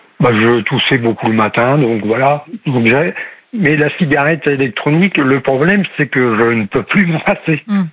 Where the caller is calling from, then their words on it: Normandy, France; Seine-Maritime.